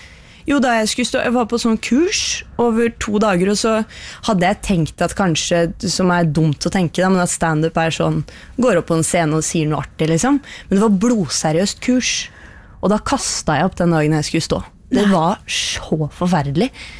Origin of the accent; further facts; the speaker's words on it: Trøgstad, Østfold, Norway; Jeg er jo heldig sånn sett at jeg er fra Trøgstad.